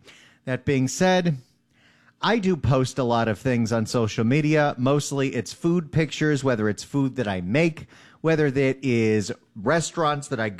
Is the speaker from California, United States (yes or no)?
yes; Los Angeles, California, United States; Maybe it's because I'm jaded and I'm born and raised in Los Angeles. I don't get a lot of our tourist attractions compared to other cities.